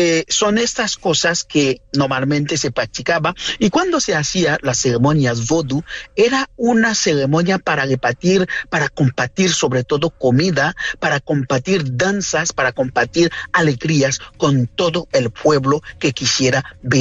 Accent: Tortuga Island, Nord-Ouest, Haiti; moved away as an adult; now in Catalonia, Spain; Yo nací en una isla que se llama Isla de Tortuga.

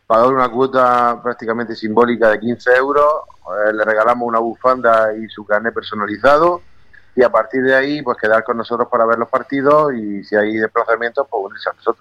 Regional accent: Lorca, Region of Murcia, Spain; Pero somos lorquinos y defendemos nuestra tierra

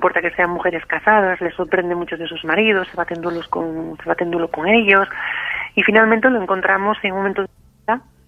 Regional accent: San Sebastián, Basque Country, Spain; Yo soy de San Sebastián, de Guipúzcoa, parece que el apellido es del norte

